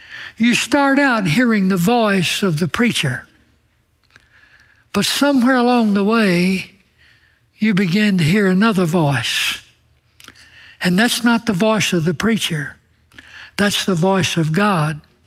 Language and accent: English; Alabama, United States; I'm from Alabama.